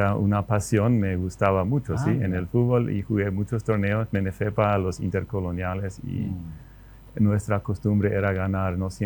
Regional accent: Loma Plata, Boquerón, Paraguay; Yo nací en el Chaco, cerca de Loma Plata, y sigo viviendo en la misma aldea, en el mismo pueblo donde nací.

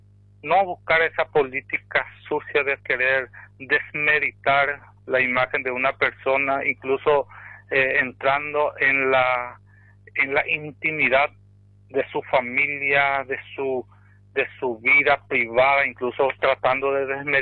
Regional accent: Presidente Franco, Alto Paraná, Paraguay; born there; Yo nací acá en Presidente Franco, soy pionero, incluso mis padres son pioneros.

